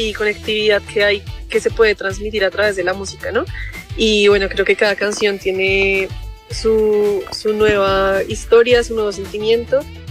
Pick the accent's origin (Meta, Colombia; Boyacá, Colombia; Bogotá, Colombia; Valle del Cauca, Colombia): Bogotá, Colombia; Soy de Bogotá, de Colombia